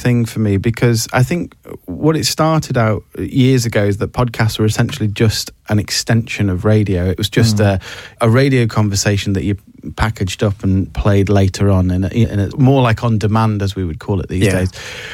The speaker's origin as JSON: {"language": "English", "country": "United Kingdom", "said": "I think maybe because we're British"}